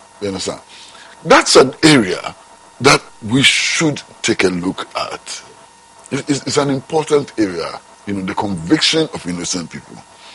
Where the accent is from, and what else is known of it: Ghana